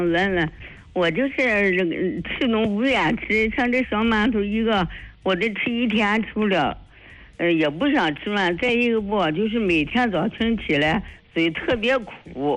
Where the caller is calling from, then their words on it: Baoding, Hebei, China; 我是保定的。